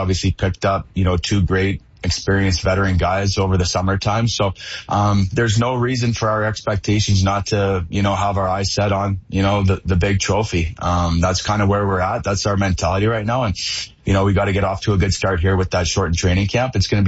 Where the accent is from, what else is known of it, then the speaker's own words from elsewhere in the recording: Canada; born there; as a Canadian born player and to play in Calgary, like for me personally, I had a great experience in Canada